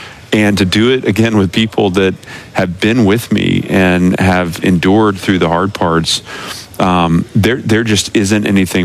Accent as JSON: {"language": "English", "town": "Nashville", "region": "Tennessee", "country": "United States", "tie": "born or raised there", "said": "So none of it had to do with the fact that Vanderbilt's my alma mater or the fact that Nashville's my hometown."}